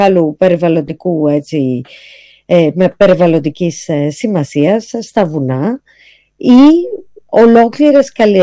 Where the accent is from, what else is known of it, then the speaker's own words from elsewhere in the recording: Central Greece, Greece; now in Athens, Greece; είμαι κατάγομαι από τη Φθιώτιδα